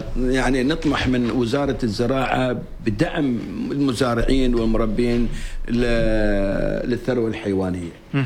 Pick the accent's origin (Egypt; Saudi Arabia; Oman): Oman; اليوم نحن كمجتمع عماني في تزايد